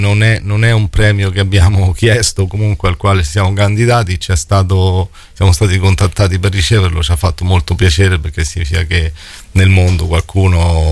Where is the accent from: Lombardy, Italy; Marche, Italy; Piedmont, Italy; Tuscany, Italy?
Marche, Italy; sono marchigiano, siamo abituati a lavorare molto a testa bassa, non frequentiamo salotti o eventi